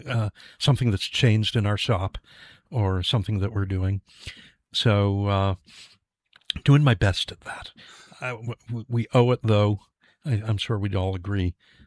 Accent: New Jersey, United States; moved away as an adult; also born or lived in The Bronx, New York; now in Nashua, United States; I was born in the Bronx, New York, and grew up in New Jersey.

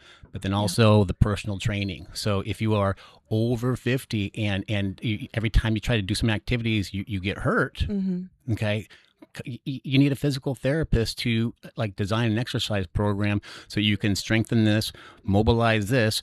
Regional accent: Northwest, United States; now in Amherst, United States; I'm from the Northwest. You know, I've been living in Amherst for the last, you know, like 15 years or so, working in Londonderry, Manchester.

